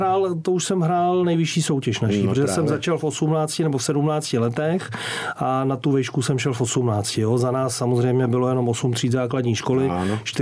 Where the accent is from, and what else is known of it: Litvínov, Ústí nad Labem Region, Czechia; born or raised there